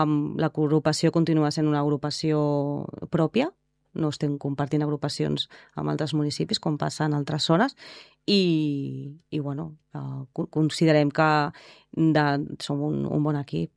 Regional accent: Sant Feliu, Catalonia, Spain; al final és el meu poble i de la meva família.

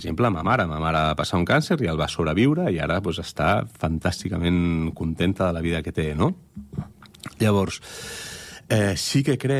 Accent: Barcelona, Catalonia, Spain; born there; moved away as an adult; also born or lived in Berlin, Germany; jo que vinc de... o que vaig néixer a Horta i que vaig viure durant molts anys a Gràcia i vaig estar vivint a Berlín durant temps

